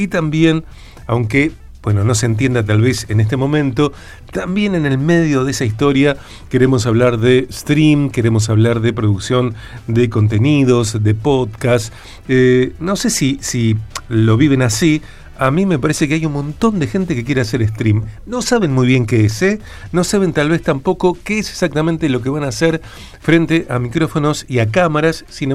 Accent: Rosario, Santa Fe, Argentina; Somos de Rosario y me encanta que así sea.

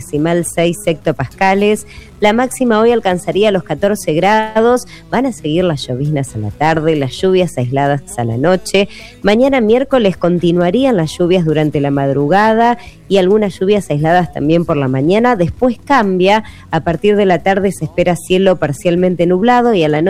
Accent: Argentina; así somos los argentinos

